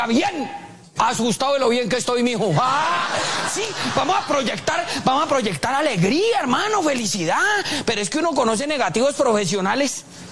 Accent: Bucaramanga, Santander, Colombia; now in Bogotá, Colombia; en Santander, yo soy de Bucaramanga, mano, la ciudad más linda del planeta

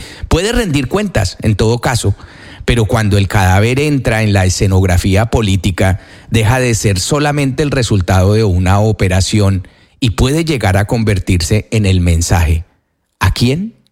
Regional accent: Colombia

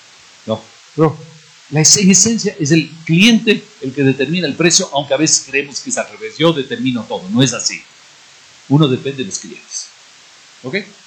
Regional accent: Ecuador; los ecuatorianos

